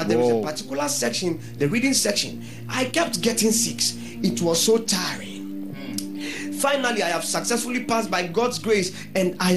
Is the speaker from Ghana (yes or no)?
yes; Ghana; moved away as an adult; now in Canada; I am a Ghanaian pharmacist, and for me to be able to practice in Canada, I need to pass an evaluation of my Ghanaian credentials.